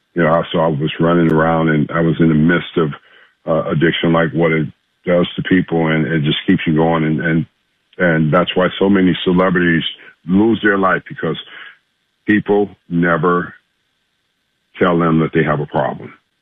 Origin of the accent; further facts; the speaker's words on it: Los Angeles, California, United States; I wasn't afraid because I'm born and raised in South Central. I know how to defend myself.